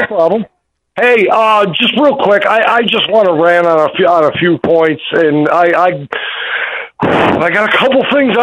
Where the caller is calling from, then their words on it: United States; I'm actually not from Wilmington. I was passing through there one day when I called you. I'm from Mantino.